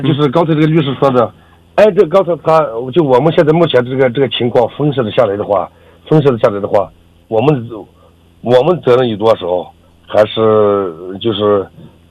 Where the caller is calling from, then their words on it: Aksu, Xinjiang, China; 我们是阿克苏，新疆阿克苏市的。